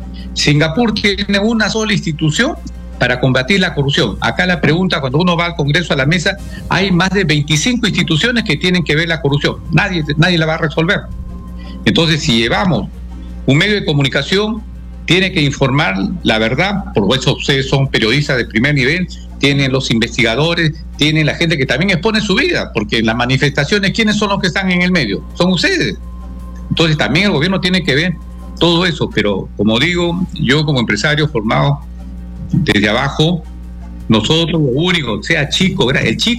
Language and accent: Spanish; Peru; todos somos peruanos, no es porque nacimos en una ciudad más lejos, no.